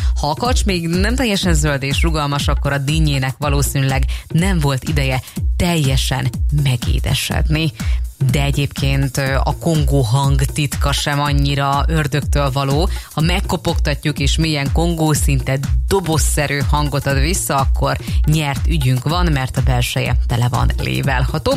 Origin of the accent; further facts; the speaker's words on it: Hungary